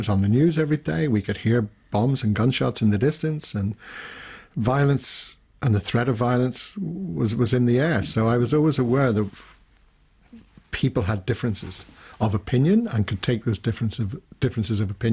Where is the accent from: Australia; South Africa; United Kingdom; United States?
United Kingdom; Northern Ireland; I believe in United Ireland, and most of my family don't, so they're very British. But I'm an Irish Northern Irishman